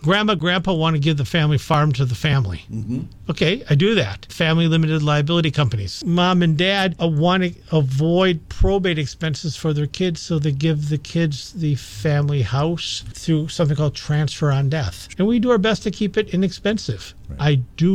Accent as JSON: {"language": "English", "town": "Wausau", "region": "Wisconsin", "country": "United States", "tie": "born or raised there", "said": "I grew up in Wausau."}